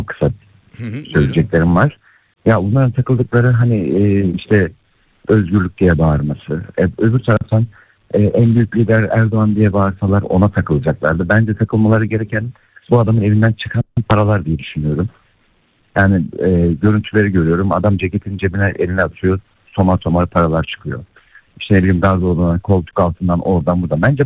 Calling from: Istanbul, Turkey; İstanbul'da.

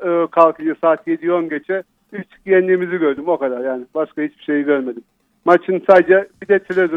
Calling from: Ankara, Turkey; İyi yayınlar diliyorum Ankara'dan.

